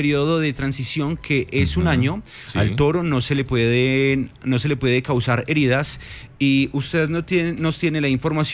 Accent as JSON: {"language": "Spanish", "town": "Manizales", "region": "Caldas", "country": "Colombia", "said": "a nosotros los que somos de aquí de Manizales"}